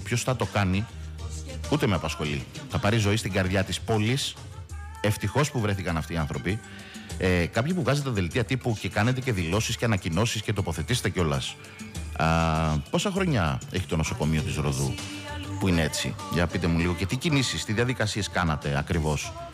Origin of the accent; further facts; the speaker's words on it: Rhodes, South Aegean, Greece; πάνω απ' όλα, πάνω απ' όλα είμαι ροδίτης. Προσέξτε, επαναλαμβάνω, πάνω απ' όλα είμαι ροδίτης και όχι απλά ροδίτης, είμαι και φανατικός τοπικιστής ροδίτης.